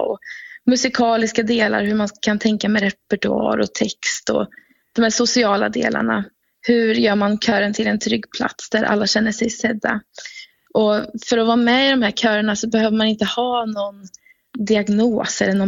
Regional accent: Tidaholm, Västra Götaland County, Sweden; Min mamma har jobbat i Svenska kyrkan i Tidaholm där jag kommer ifrån.

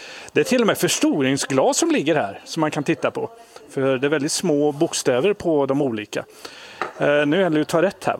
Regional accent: Mörbylånga, Kalmar County, Sweden; Om man ska, eftersom jag är från Mörbylånga kommun, så skulle jag ju ha blanka här på kommunfullmäktige.

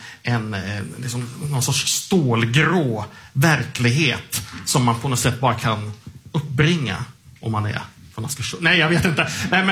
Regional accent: Lindesberg, Örebro County, Sweden; jag är ju faktiskt inte ens från Närke. Jag är från Lindesberg, och då pratar vi norra Örebro län.

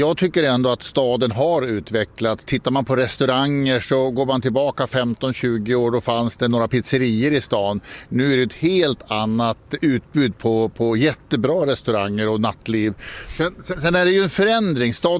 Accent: Västerås, Västmanland County, Sweden; att vi som västeråsare ser till att vi använder de offentliga ytorna och njuter av vårt vackra Västerås.

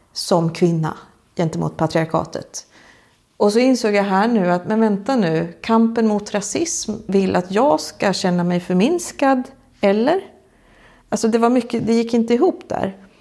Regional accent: Sweden

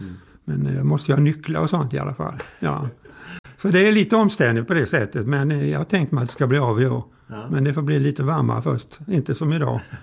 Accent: Sweden; Jag är ju uppvuxen på Långe då

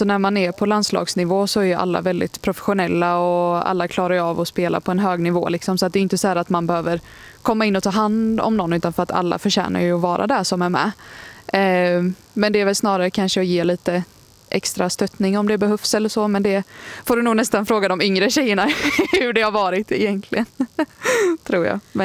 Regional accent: Gothenburg, Västra Götaland County, Sweden; om jag opereras hemma i Göteborg

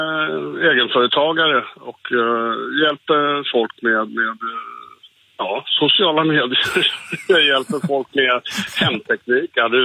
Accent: Stockholm, Stockholm County, Sweden; now in Västervik, Sweden; Jag är själv från Stockholm.

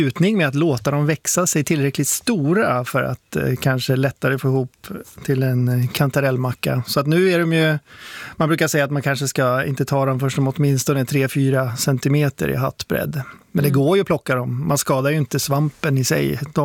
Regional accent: Sweden; Jag är svensk, det är hemligt.

